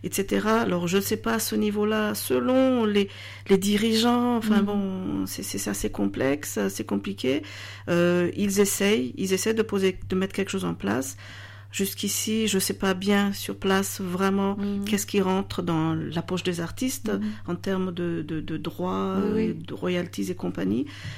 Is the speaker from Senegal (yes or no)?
no; Madagascar; Je suis donc originaire de Madagascar